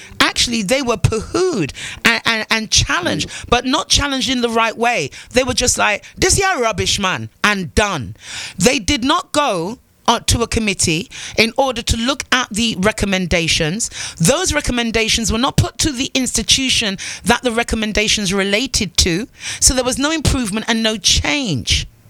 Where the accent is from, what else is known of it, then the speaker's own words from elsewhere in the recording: England, United Kingdom; born there; now in Antigua and Barbuda; I was born in England. My family are from Antigua. I live in Antigua